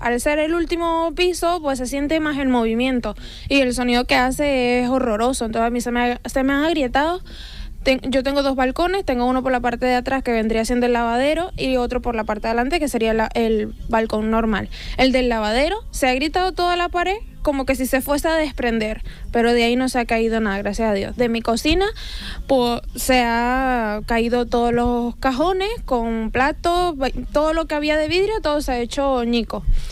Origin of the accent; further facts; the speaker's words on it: Venezuela; now in Spain; en mi país, yo soy de Venezuela